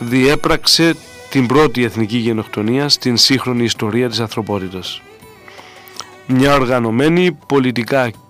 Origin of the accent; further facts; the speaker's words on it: Greece; ως Έλληνες